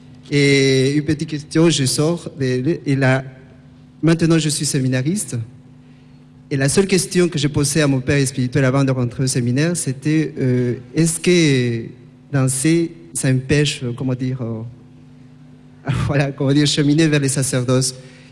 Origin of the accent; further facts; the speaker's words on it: Peru; je viens du Pérou, j'ai 30 ans.